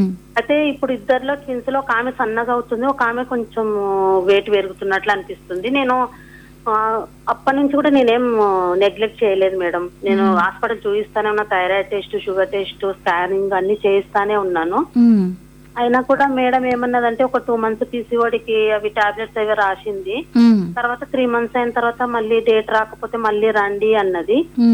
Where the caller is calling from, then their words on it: Hyderabad, Telangana, India; మేము హైదరాబాద్ నుంచి మాట్లాడుతున్నాం మేడం.